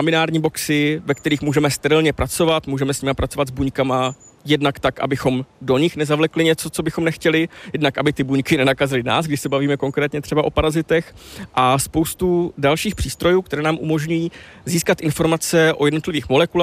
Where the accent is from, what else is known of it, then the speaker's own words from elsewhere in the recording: Moravian-Silesian Region, Czechia; já pocházím z Pobeskycka